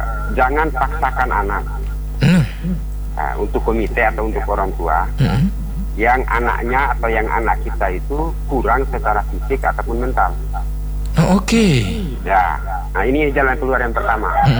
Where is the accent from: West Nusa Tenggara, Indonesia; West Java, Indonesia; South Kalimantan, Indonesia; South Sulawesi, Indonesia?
South Sulawesi, Indonesia; Makassar; accent: Makassar dialect; saya pindah secara dialeknya Makassar